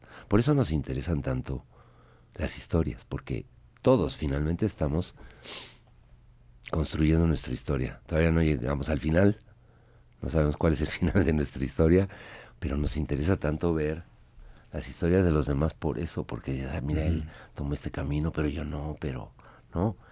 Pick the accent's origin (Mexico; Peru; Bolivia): Mexico; Mexico City; Sí, aquí he vivido siempre, aquí me eduqué y soy mexicano.